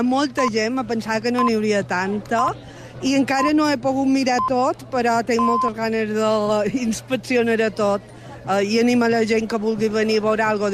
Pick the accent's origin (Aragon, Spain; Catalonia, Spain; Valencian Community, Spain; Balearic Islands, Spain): Balearic Islands, Spain; Pollença; No, ben des d'Inca, però som de Pollença